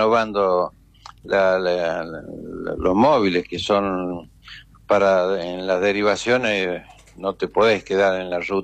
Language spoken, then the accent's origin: Spanish; Chilecito, La Rioja, Argentina; born there; Yo soy nacido en Chilecito. Y bueno, siempre me vine ya como médico a trabajar.